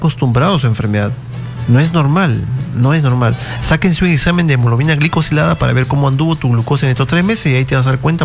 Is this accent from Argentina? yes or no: no; Peru; todos somos peruanos acá.